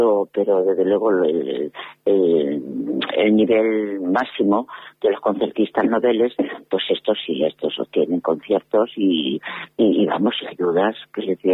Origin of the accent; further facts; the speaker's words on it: Linares, Andalusia, Spain; yo soy de Linares y soy linarense por encima de todo. Pero aparte de eso, bueno, pues me encanta la ciudad, tengo aquí familia todavía